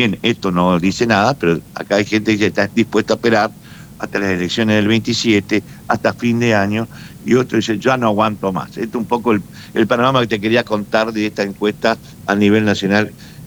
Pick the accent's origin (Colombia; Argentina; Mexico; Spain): Argentina